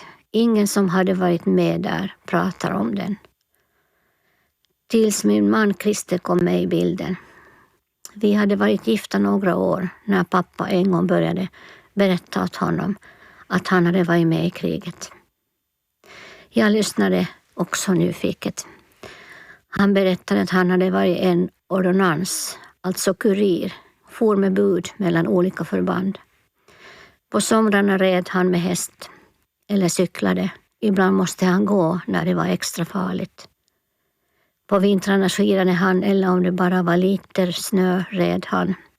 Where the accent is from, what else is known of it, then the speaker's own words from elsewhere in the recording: Ruokolahti, South Karelia, Finland; accent: Karelian dialect; moved away; jag pratar alltid min barnos dialekt när jag är där hemma.